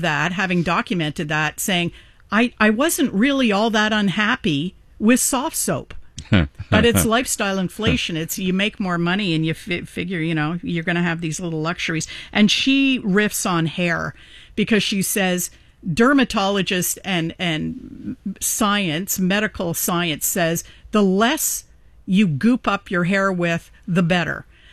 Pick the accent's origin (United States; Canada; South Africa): Canada; Fine company, says the columnist, but it's not BC. We're Canadian.